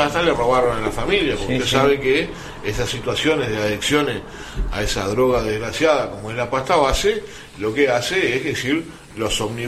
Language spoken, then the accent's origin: Spanish; Uruguay; Uruguay... no es como algunos uruguayos creen que somos una cosa aparte en el mundo.